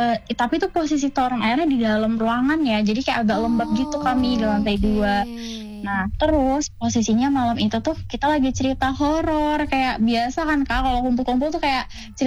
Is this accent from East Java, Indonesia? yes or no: no; Bandar Lampung, Lampung, Indonesia; Oke, kenalin … aku dari